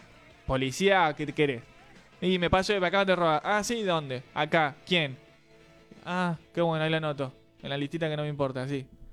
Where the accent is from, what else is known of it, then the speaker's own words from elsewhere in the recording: Argentina; Soy de Argentina, vine a ver un partido de Uruguay.